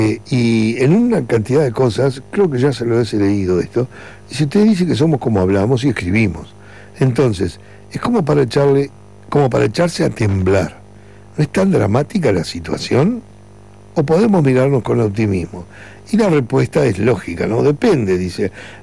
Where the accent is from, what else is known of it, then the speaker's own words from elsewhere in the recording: Uruguay; born there; yo nací en un país del primer mundo